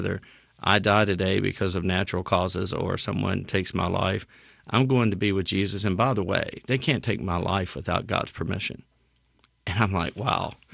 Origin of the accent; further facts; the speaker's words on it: United States